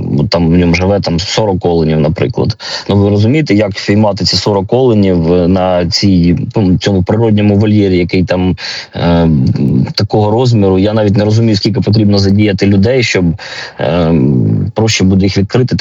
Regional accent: Kharkiv, Kharkiv Oblast, Ukraine; ми, харків'яни

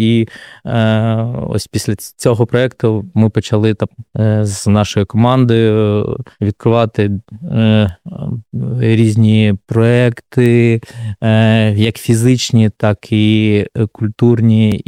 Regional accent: Kupiansk, Kharkiv Oblast, Ukraine; born there; moved away as an adult; now in Kharkiv, Ukraine; Я народився в Куп'янську, приїхав в Харків навчатися в фармацевтичний університет.

